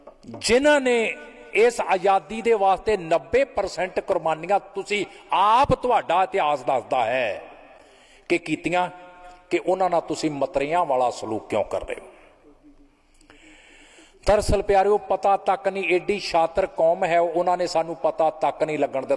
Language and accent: Punjabi; Punjab, India; ਇਹ 200 ਸਾਲ ਗੋਰਿਆਂ ਦੇ ਗੁਲਾਮ ਰਿਹਾ, ਅਤੇ ਅਸੀਂ ਪੰਜਾਬੀ ਜਿਹੜੇ 98 ਸਾਲ ਗੁਲਾਮ ਰਹੇ ਹਾਂ।